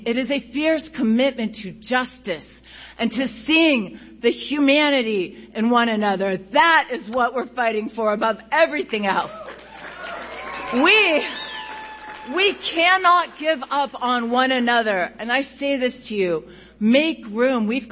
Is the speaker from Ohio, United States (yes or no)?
yes; Youngstown, Ohio, United States; Growing up in Youngstown, we didn't know what party you were. We knew what union you were in.